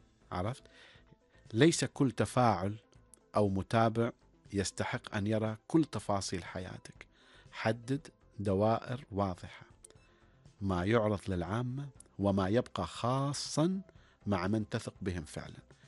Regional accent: Oman; أنا شخص عماني

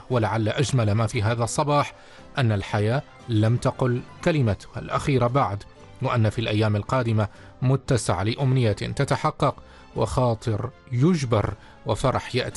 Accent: Oman; في بلادنا عمان

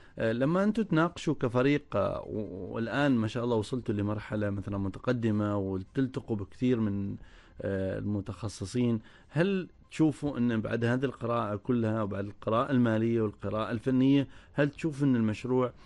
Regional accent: Oman; هل عندنا بالفعل في عمان أماكن مفتوحة للخيار بكميات كبيرة

